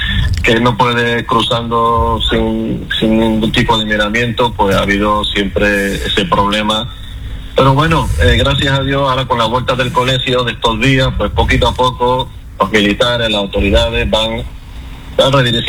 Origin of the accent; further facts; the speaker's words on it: Ceuta, Spain; born there; yo soy de origen de abuelos marroquíes, soy nacido aquí en Ceuta, como la mitad de la población de Ceuta.